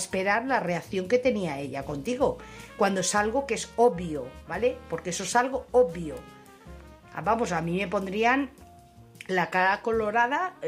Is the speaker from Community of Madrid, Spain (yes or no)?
yes; Madrid, Community of Madrid, Spain; Hola, buenas noches. … de Madrid.